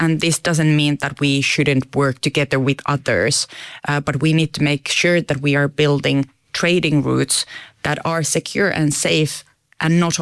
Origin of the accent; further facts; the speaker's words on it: Finland; English is a second language; Well, I was born in Finland, 1985, and my mother raised me by herself.